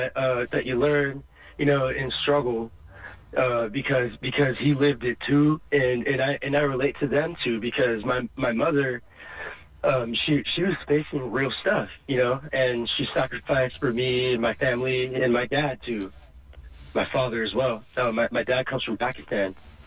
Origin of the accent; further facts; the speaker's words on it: California, United States; I'm an activist from Sonoma County.